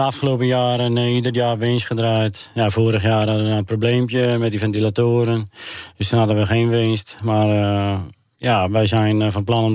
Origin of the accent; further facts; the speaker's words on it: Urk, Flevoland, Netherlands; Ja, ik ben opgegroeid op Urk natuurlijk. En we zijn Urkers en op Urk iedereen ademt vis.